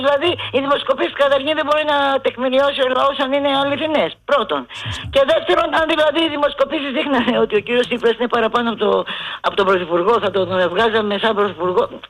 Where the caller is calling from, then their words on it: Pallini, Attica, Greece; από την Παλινή.